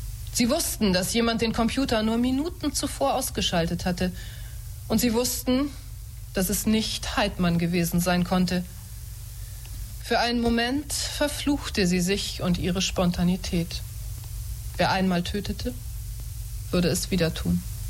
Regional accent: Heide, Schleswig-Holstein, Germany; born there; also born or lived in Baden-Württemberg; ich bin Krimi-Autorin, ich lebe in Schleswig-Holstein und für Sie vielleicht ganz interessant, aufgewachsen bin ich in Heide.

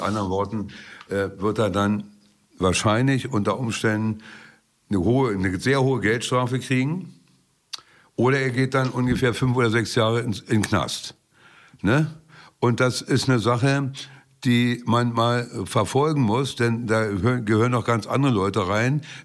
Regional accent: Ratzeburg, Schleswig-Holstein, Germany; komme noch auf meine Heimatstadt Ratzburg zu sprechen

